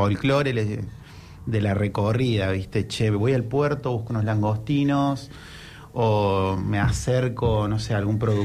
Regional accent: Córdoba, Argentina; moved away as an adult; now in Chubut, Argentina; yo que vengo de Córdoba

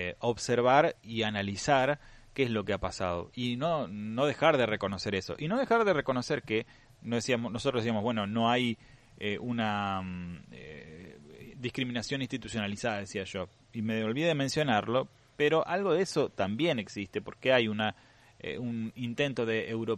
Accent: Argentina

